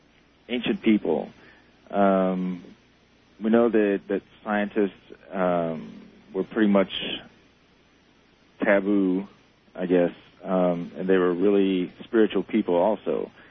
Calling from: Miami, Florida, United States; I'm calling from Miami.

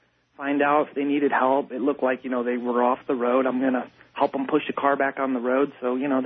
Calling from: Akron, Ohio, United States; I'm calling out of Akron, Ohio, WTAM 1100.

